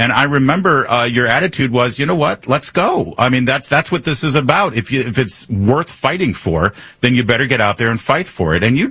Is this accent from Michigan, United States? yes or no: yes; Michigan, United States; Yes, I'm originally from Michigan.